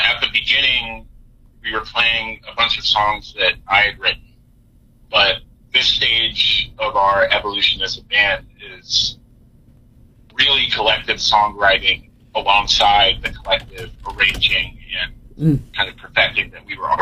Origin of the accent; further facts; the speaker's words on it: Indiana, United States; I grew up in Indiana